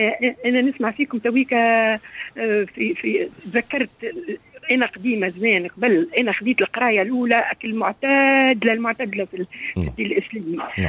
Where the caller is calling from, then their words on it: Ariana, Ariana Governorate, Tunisia; أهلا وسهلا معك … من أريانا.